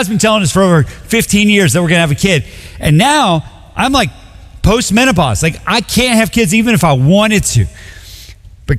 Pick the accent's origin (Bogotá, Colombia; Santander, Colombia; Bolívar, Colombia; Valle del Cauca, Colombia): Bogotá, Colombia; Bogota; moved away; I'm from Colombia, South America. I don't know if you knew that. I'm like the whitest looking dude ever, but like I'm from Bogota, Colombia.